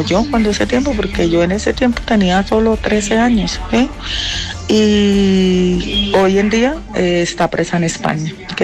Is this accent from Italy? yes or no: no; Norte de Santander, Colombia; me pudo llevar para mi pueblo, que es del norte de Santander.